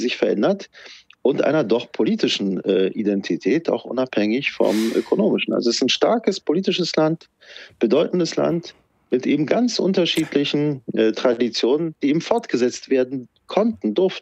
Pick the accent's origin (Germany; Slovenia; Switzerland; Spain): Germany; Also ich bin Deutscher, ich habe die deutsche Staatsbürgerschaft seit Ewigkeiten.